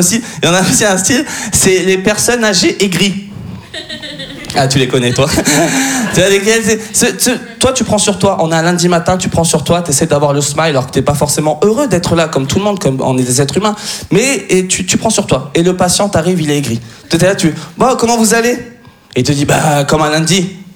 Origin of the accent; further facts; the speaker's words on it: France; Je suis français d'origine tunisienne.